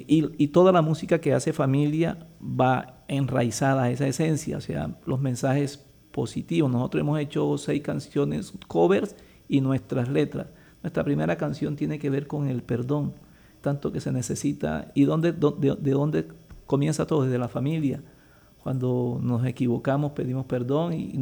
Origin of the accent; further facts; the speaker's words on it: Cartagena, Bolívar, Colombia; moved away as an adult; also born or lived in Zambrano, Bolívar; now in Bucaramanga, Colombia; yo nací en una población que se llama Zambrano Bolívar, pero me crié en Cartagena